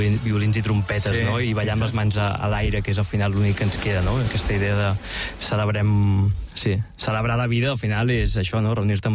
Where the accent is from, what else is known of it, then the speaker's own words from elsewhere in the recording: Mataró, Catalonia, Spain; Jo vinc de Mataró.